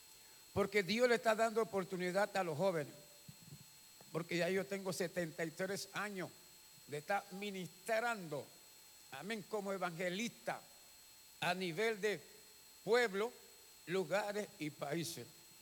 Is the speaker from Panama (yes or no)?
yes; La Chorrera, Panamá Oeste, Panama; Soy de un campo de Chorrera. Mi papá, mi abuelo era descendencia francesa y mi abuela era italiana.